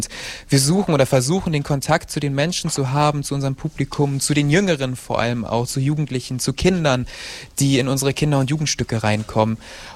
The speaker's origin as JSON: {"language": "German", "town": "Braunschweig", "region": "Lower Saxony", "country": "Germany", "tie": "born or raised there", "also_born_or_lived": "Gifhorn", "lives_now": "Eisleben, Germany", "said": "Ich bin in Niedersachsen geboren, in Braunschweig aufgewachsen, habe dann eine Zeit noch in Gifhorn gelebt"}